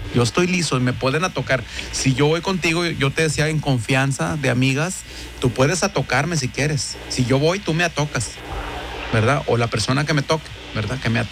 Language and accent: Spanish; Saltillo, Coahuila, Mexico; como yo vengo de Saltillo, ya tengo nombre de mujer